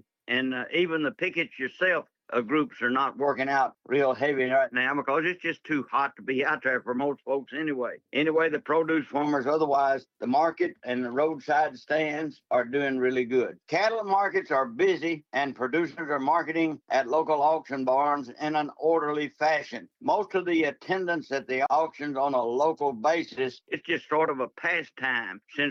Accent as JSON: {"language": "English", "town": "Marshall", "region": "Texas", "country": "United States", "said": "All I can say is life is good in rural East Texas, and … from Marshall reporting for Texas Farm Bureau Roundup."}